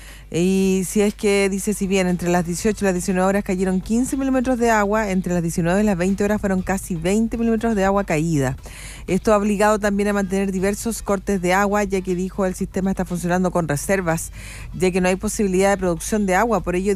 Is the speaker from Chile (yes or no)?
yes; Chile; Somos siempre los chilenos solidarios